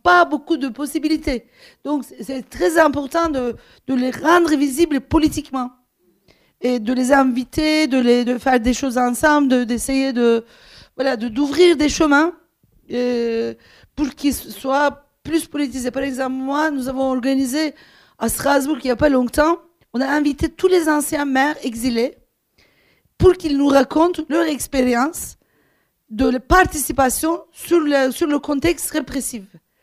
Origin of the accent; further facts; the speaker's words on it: Turkey; moved away; Moi, quand j'ai quitté la Turquie, au début, je me sentais comme exilée.